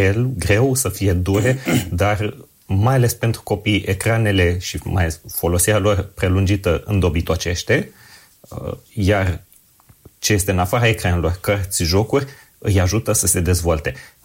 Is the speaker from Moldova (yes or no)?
no; Romania; Ca români